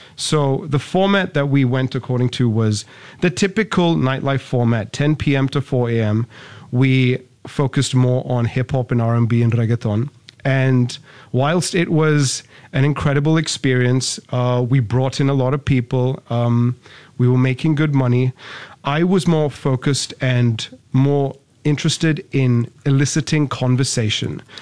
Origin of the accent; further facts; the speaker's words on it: Singapore; I'm born and raised in Singapore.